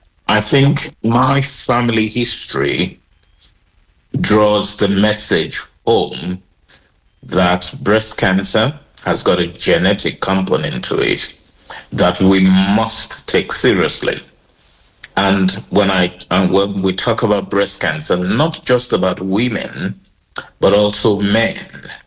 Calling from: United Kingdom; I am black. I'm British black of African descent.

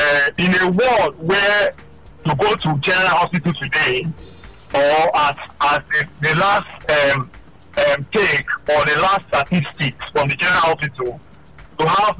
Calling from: Lagos, Nigeria; I'm calling from Lagos.

